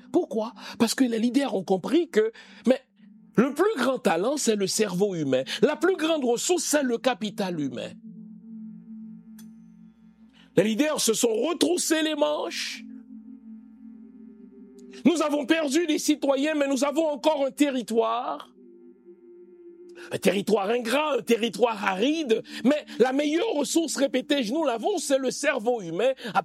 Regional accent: Haiti; mais bon Dieu, mais quelle fierté, moi aussi je suis haïtien

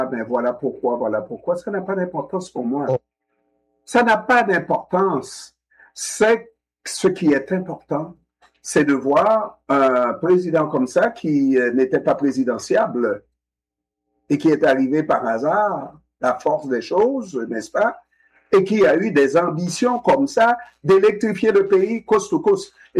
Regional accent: Haiti; Mais quand nous sommes à la radio, nous sommes des Haïtiens de surcroît, on se doit de donner cette mission-là

